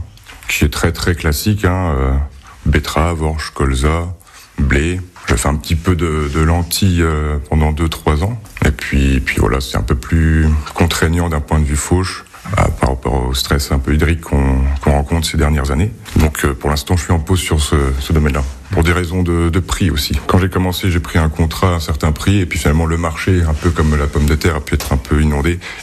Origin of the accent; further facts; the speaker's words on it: Grand Est, France; de Vaux-de-Saint-Cours à la base. Du village natal de mon père, et actuellement on a déménagé depuis quelques années déjà à Sainte-Marie-Appy, village natal de ma mère.